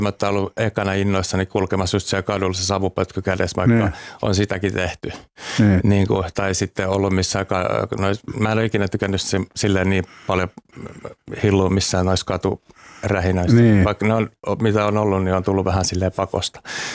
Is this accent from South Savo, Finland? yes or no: no; Helsinki, Uusimaa, Finland; mä oon täällä pyörinyt koko ikäni.